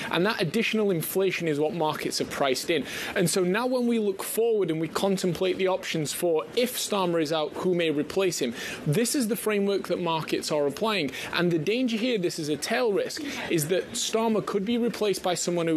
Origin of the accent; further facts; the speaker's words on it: United Kingdom; and I say this just as a Brit observing the politics